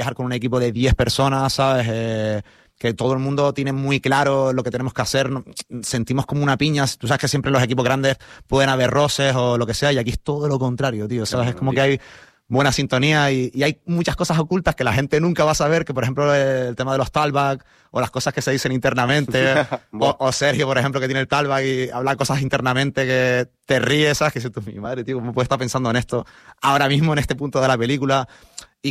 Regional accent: Canary Islands, Spain; Trabajo con un equipo que somos todos canarios

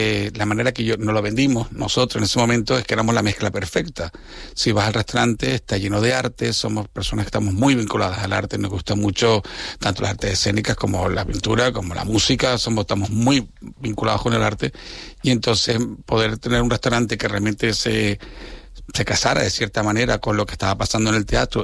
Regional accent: Canary Islands, Spain; Y 928 era una manera moderna y numérica de decir, soy canario, soy 928, que ya es vintage

